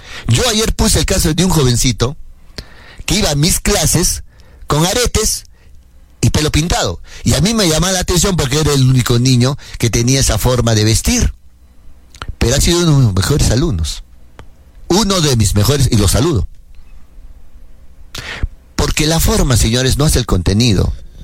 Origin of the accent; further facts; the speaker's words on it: Caylloma province, Arequipa, Peru; mi provincia de Cayoma.